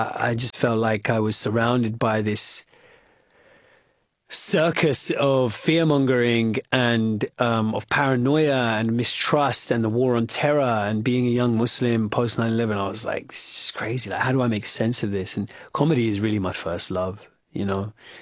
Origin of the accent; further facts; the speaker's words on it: Wembley, London, United Kingdom; So I grew up in in the mid-90s in the UK. I grew up in Wembley.